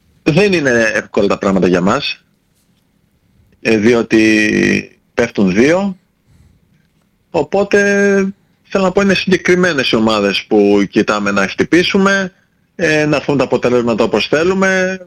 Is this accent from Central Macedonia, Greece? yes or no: yes; Thessaloniki, Central Macedonia, Greece; moved away as an adult; εγώ είμαι από Θεσσαλονίκη και από οικογένεια